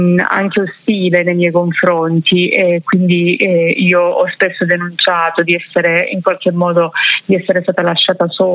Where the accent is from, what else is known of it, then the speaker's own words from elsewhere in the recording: Cinquefrondi, Calabria, Italy; un comune vicino al mio, lei viveva a Laureana di Borrello e io sono di Cinquecronica, quindi parliamo di 10 chilometri di distanza